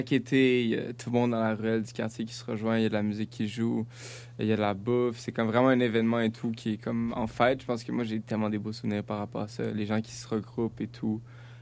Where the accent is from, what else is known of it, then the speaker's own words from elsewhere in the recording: Quebec, Canada; je suis tout le temps que je viens du Québec. Avant de dire que nécessairement que je viens du Canada